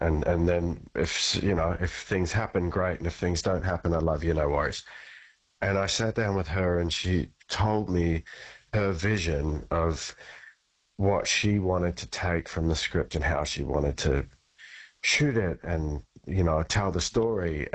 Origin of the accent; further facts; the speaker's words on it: Bundaberg, Queensland, Australia; You know, where I grew up in Bundy, and it's a big country town. It's, you know, it's not a city